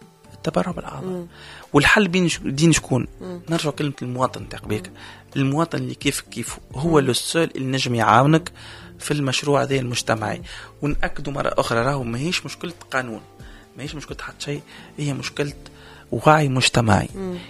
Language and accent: Arabic; Tunisia; نحن التماسك الاسري مازال عندنا في تونس